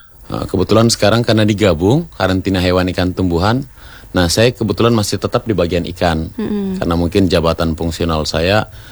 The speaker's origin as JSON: {"language": "Indonesian", "town": "Kendari", "region": "Southeast Sulawesi", "country": "Indonesia", "tie": "born or raised there", "said": "Saya lahirnya di Amuitum, di daerah dekat bandara."}